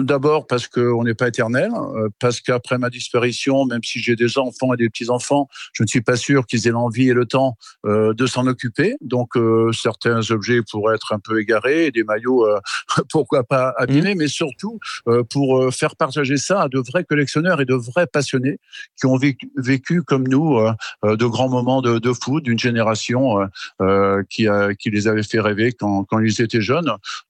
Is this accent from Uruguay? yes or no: no; Pays de la Loire, France; born there; Je suis né en Vendée. Mes parents étaient agriculteurs